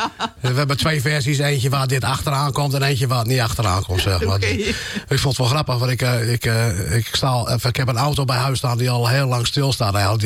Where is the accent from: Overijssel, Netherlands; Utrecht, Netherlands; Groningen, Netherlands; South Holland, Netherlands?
Groningen, Netherlands; Winschoten; now in Nieuweschans, Netherlands; En vanaf mijn, 24ste geloof ik, ben ik naar Nieuweschans gegaan. En sinds die tijd ben ik uit Winschoten weg.